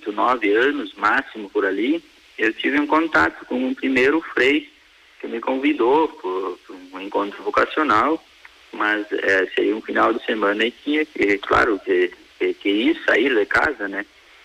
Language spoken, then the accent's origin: Portuguese; Marau, Rio Grande do Sul, Brazil; O que me chamava atenção lá na minha comunidade, lá onde eu nasci, né, aqui em Marau, Santo Agostinho